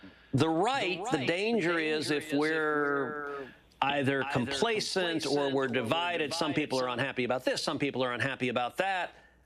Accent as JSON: {"language": "English", "region": "Texas", "country": "United States", "said": "Look, James Tallarico in my home state of Texas"}